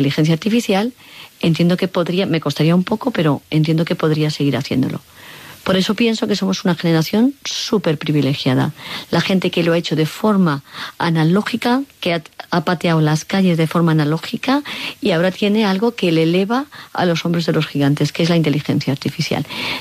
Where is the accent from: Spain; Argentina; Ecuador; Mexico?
Spain; Cuenca, Castilla-La Mancha; now in Madrid, Spain; cuando vine yo aquí a estudiar, ¿no?, a Madrid, yo soy de Cuenca